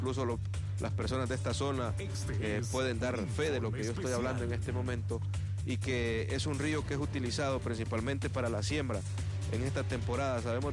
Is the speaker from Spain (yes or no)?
no; Langue, Valle, Honduras; Yo nací en mi pueblo Langue.